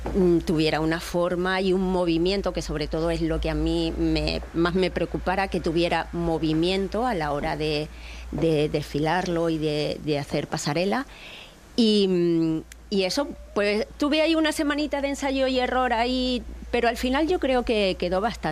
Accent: Extremadura, Spain; homenaje a mi tierra, al pimentón de La Vera

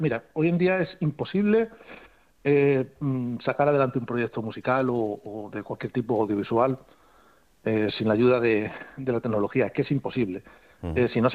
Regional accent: Extremadura, Spain; first language Spanish; moved away; cuando era niño en Extremadura, con mi abuelo

